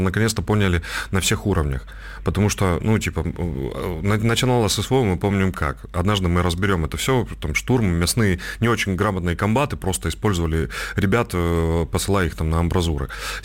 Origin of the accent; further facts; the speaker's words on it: Donetsk, Donetsk Oblast, Ukraine; Если позволите, я просто, знаете, я же из Донецка.